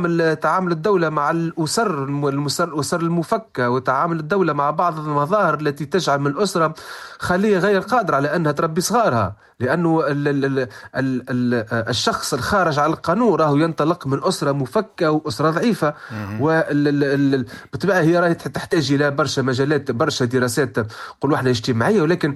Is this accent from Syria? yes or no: no; Tunisia; عندنا في تونس